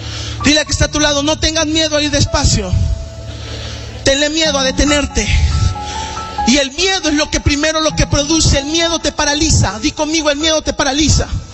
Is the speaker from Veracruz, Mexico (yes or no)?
yes; Veracruz, Mexico; born there; Yo nací acá en Jarochilandia.